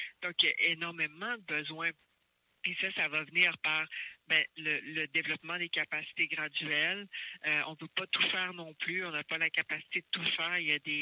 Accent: Mashteuiatsh, Quebec, Canada; Pour moi, je suis Innu de Mastouyat.

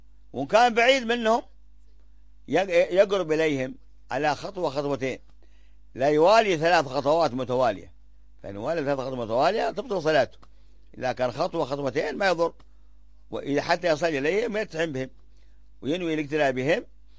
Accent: Hadhramaut, Yemen; عندنا في حضرموت

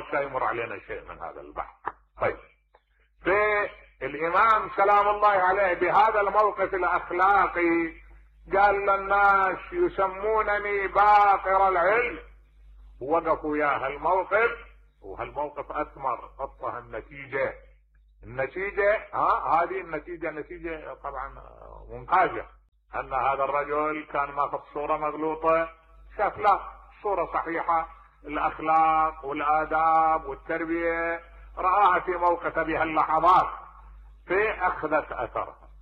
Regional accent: Syria; أنا شامي وما أخذتني التربية الأغاليط

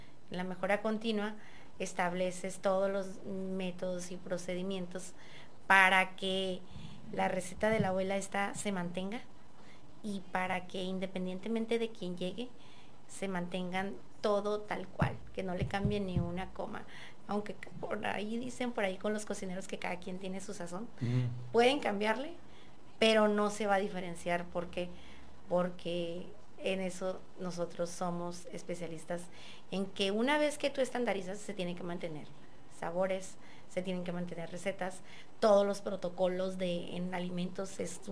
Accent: Mexico; La cercanía de mi pueblo de origen, que hace frontera con Sinaloa.

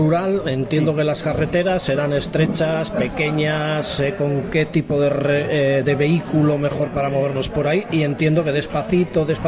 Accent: San Sebastián, Basque Country, Spain; como buenos donostiarras que somos

